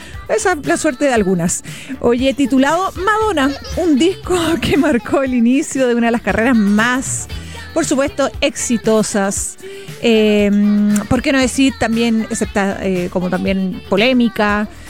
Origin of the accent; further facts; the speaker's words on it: Chile; somos tan originales los chilenos.